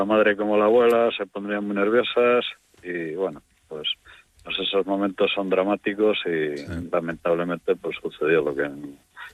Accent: Venta de Baños, Castile and León, Spain; born there; Yo, mira, soy nacido aquí en Venta de Baños, sí.

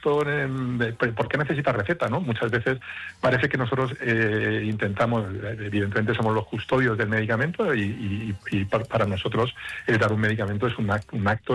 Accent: Albacete, Castilla-La Mancha, Spain; yo soy de Albacete, no soy de Monera, pero soy de Albacete

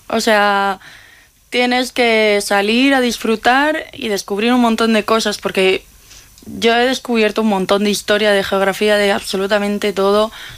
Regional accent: Teruel, Aragon, Spain; soy de Teruel.

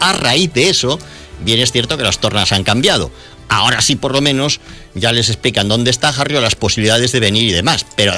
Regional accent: Luarca, Asturias, Spain; si soy médico me quedo en el área sanitaria 1, encima soy de Luarca.

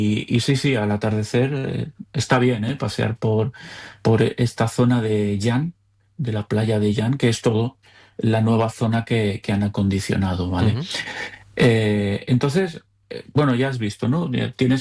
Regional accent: Tarragona, Catalonia, Spain; es que soy de Tarragona

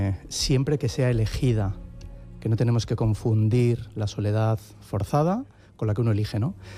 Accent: Bilbao, Basque Country, Spain; yo soy de Bilbao, y digo que la diferencia entre la margen derecha y la margen izquier

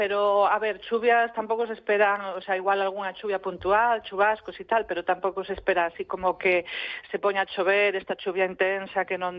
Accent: Galicia, Spain; porque, bueno, a veces estamos en Galicia, somos galegas, galegos, a chuvia tampouco nos espanta tanto

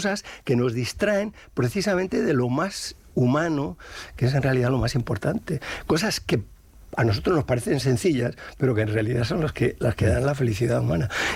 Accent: Madrid, Community of Madrid, Spain; now in Salamanca, Spain; yo soy madrileño y ahora estoy adoptado en Salamanca por la catedral, pero vengo aquí feliz.

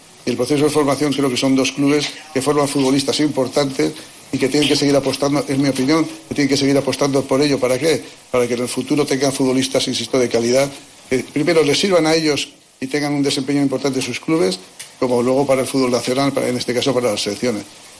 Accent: Spain; yo creo que se tiene que jugar en mi país, en España

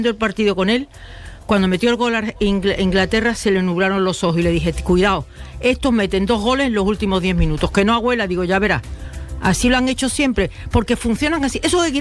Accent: Málaga, Andalusia, Spain; yo soy de Málaga, pues yo quiero que gane España.

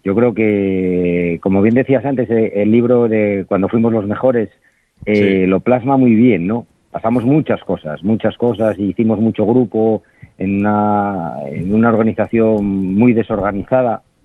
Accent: Asturias, Spain; Somos asturianos

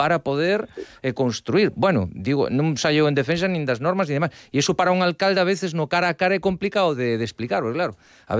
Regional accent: Abegondo, Galicia, Spain; e miro por exemplo que eu son de Abegondo

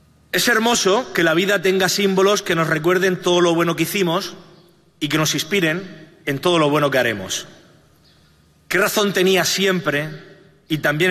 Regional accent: Region of Murcia, Spain

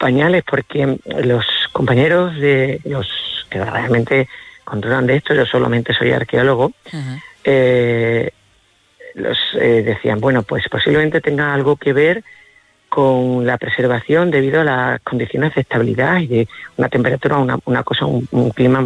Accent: Extremadura, Spain

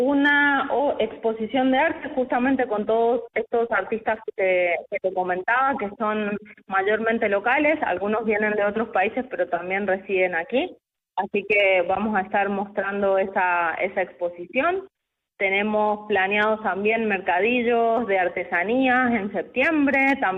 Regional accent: Argentina; now in Galicia, Spain; venimos de Argentina

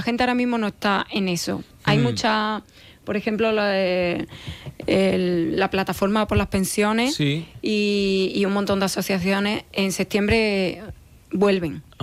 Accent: Lucena, Andalusia, Spain; born there; yo soy de Lucena, nacida en Lucena

